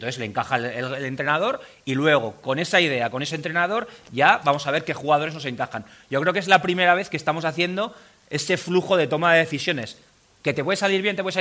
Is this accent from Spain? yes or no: yes; Zaragoza, Aragon, Spain; No, yo en realidad soy de Zaragoza.